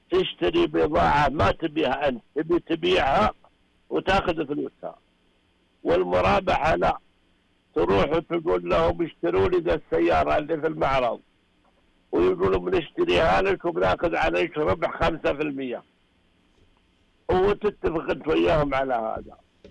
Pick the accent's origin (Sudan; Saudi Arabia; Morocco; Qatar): Saudi Arabia; المسجد الآن إذا دخلنا نجد نصف غير سعوديين، إخواننا جاءوا يطلبون الرزق عندنا ويصلون معنا.